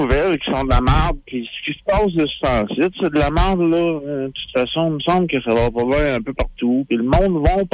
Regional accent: Quebec City, Quebec, Canada; also born or lived in South Shore (Rive-Sud), Quebec; J'étais un gars de la rive sud, mais j'ai grandi à Québec. J'ai fait ma jeunesse au corps du Ville avec les cheveux verts ici.

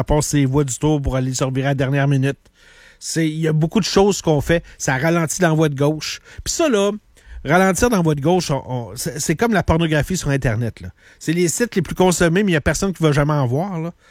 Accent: Quebec City, Quebec, Canada; Moi, je suis chauvin de Québec. Là. Je suis chauvin de ma ville, chauvin de ma région. J'adore venir de Québec. J'adore la ville de Québec.

